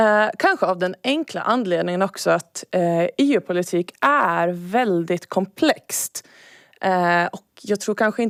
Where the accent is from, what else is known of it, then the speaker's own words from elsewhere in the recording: Haraldsby, Åland, Finland; now in Brussels, Belgium; född och uppvuxen i Haraldsby, Saltvik, men bor och arbetar just nu i Bryssel på Europaparlamentet